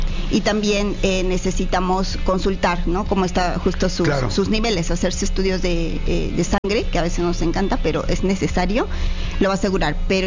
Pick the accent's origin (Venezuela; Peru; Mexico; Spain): Mexico